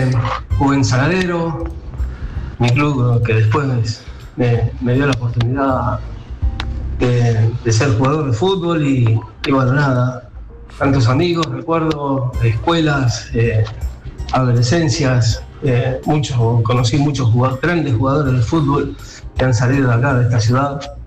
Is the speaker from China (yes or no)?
no; Berisso, Buenos Aires Province, Argentina; Cumpleaños para Berizzo. Ajá. Mi ciudad, en donde nací.